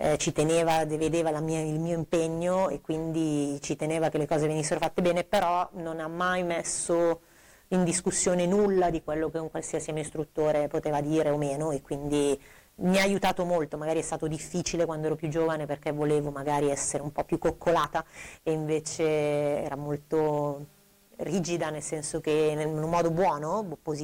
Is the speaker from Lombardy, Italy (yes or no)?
yes; Lecco, Lombardy, Italy